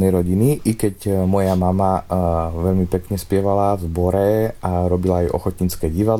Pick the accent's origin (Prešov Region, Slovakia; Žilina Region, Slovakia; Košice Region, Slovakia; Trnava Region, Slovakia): Košice Region, Slovakia; Jenkovce; odkiaľ pochádzam z ďalekého východného Slovenska, konkrétne 3 km od Užhorodu, je to malá dedinka Jenkovce.